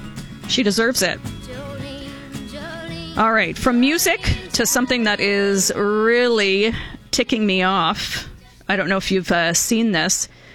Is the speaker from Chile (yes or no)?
no; Canada; because I guess because we're Canadian.